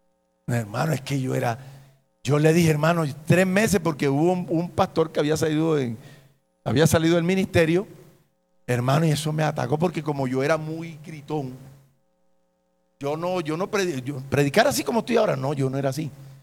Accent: Cartagena, Bolívar, Colombia; born there; moved away; Me fui para mi tierra, me fui para Cartagena.

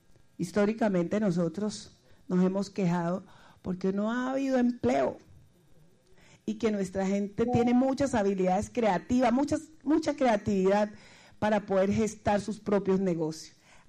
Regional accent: Buenaventura, Valle del Cauca, Colombia; born there; Nosotros nacimos en Buenaventura, nacimos en el Pacífico, amamos nuestra naturaleza

